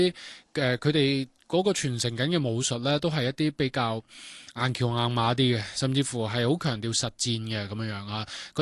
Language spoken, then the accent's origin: Cantonese; China; 即係啲我哋中國人一定要學翻我哋中國功夫